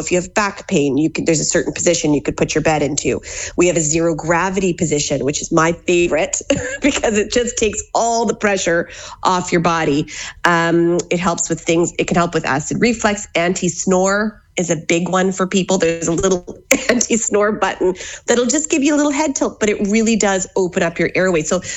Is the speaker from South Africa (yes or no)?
no; Canada; now in Ballina, Ireland